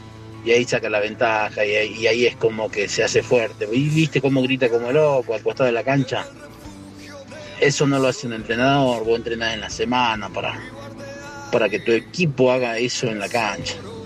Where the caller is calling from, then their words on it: Jujuy, Argentina; le hablo de Jujuy.